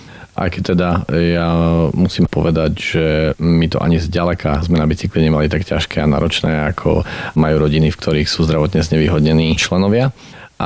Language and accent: Slovak; eastern Slovakia, Slovakia; všetci východňari poznáme kalužu.